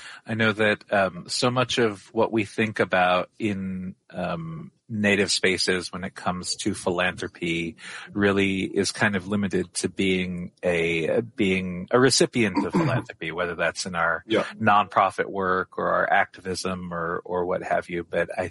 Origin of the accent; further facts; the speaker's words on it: South Dakota, United States; moved away; I am originally from the Rosebud Sioux tribe out in South Dakota